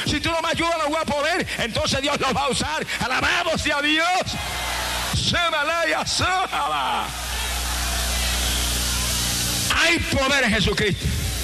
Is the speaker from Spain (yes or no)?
no; Puerto Rico; Yo era una estrella en el deporte en mi país.